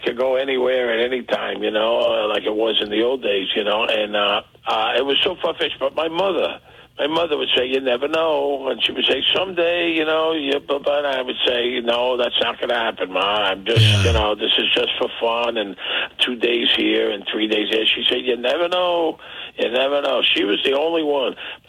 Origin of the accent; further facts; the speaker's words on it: New York City, New York, United States; moved away as an adult; also born or lived in Las Vegas; I grew up in Brooklyn. I graduated from Brooklyn College, and then I moved to Las Vegas, and I was there for 25 years